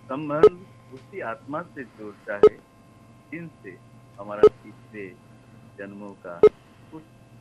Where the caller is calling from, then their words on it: Ramkrishna Nagar, Assam, India; मेरा गांव का नाम है रामकृष्ण नगर